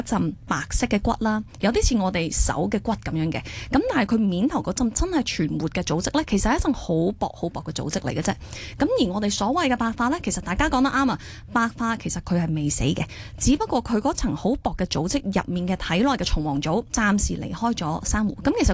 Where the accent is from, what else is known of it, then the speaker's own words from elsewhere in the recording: Hong Kong; 喺香港土生土长